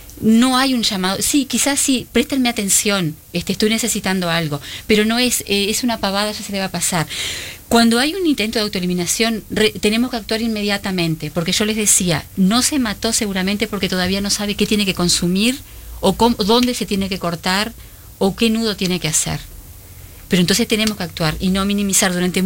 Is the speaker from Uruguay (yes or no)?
yes; Uruguay; Nosotros como uruguayos